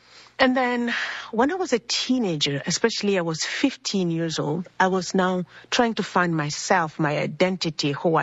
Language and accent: English; Brazzaville, Republic of the Congo; I was born and raised in Congo Brazzaville.